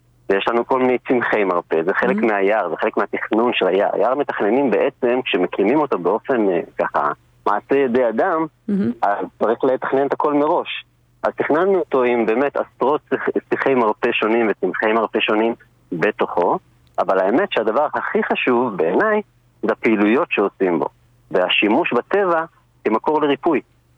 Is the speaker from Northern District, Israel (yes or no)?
yes; Dafna, Northern District, Israel; now in Dafna, Israel; אני מדפנה במקור, הקיבוץ כמובן פונה